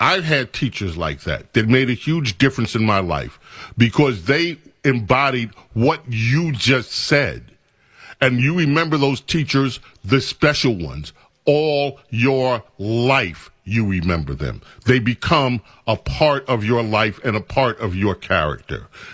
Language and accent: English; New York, United States; When I grew up in New York